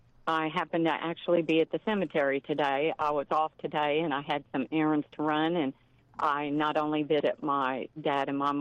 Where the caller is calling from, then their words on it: Sealy, Texas, United States; I'm actually from Sealy, Texas, which is about 20 miles east of Columbus. It's also on Interstate 10